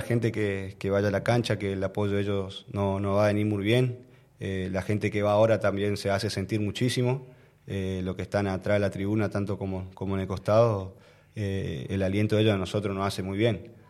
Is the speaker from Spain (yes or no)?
no; Argentina; esa historia que nos pasó como argentinos.